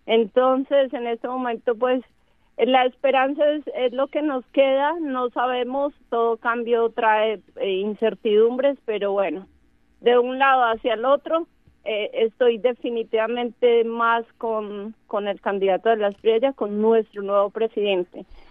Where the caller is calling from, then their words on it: Colombia; La población de mi país en Colombia son 53 millones de personas.